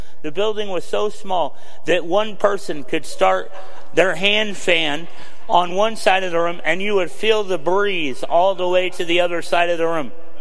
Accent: Kansas, United States; I came from Kansas. Crystal and I were just talking about whether or not the town that we lived in had a Denny's.

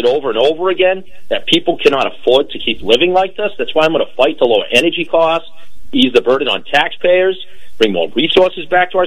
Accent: Acushnet, Massachusetts, United States; in Acushnet, we have two Democrat state reps running, basically representing the town of Acushnet, which is a very conservative town, my hometown.

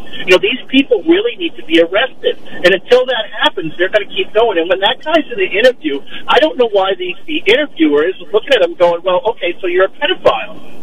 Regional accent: Massachusetts, United States; growing up in Massachusetts in an inner city project, I lived on D Street, eventually ended up in the Weymouth Projects.

